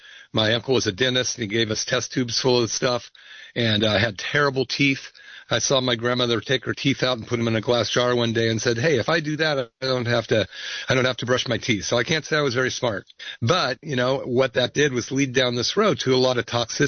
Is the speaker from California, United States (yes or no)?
yes; Berkeley, California, United States; I grew up in Berkeley in the 60s and 70s